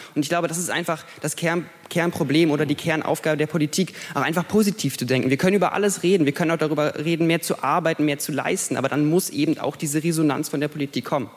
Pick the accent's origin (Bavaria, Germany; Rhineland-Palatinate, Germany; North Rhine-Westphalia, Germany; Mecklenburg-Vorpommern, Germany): Mecklenburg-Vorpommern, Germany; Neubrandenburg; ich komme aus Neubrandenburg.